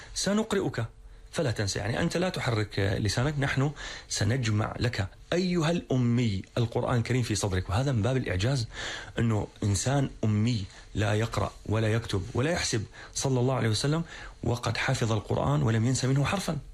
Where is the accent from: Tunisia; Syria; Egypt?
Syria; عندنا في سوريا